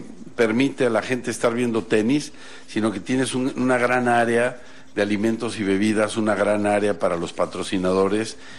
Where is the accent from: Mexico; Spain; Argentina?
Mexico; como aficionado al deporte, como mexicano